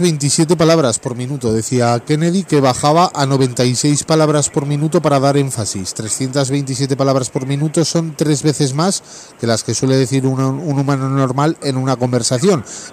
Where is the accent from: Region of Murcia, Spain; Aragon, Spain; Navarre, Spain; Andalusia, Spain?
Navarre, Spain; Buñuel; el Buñuel, mi pueblo.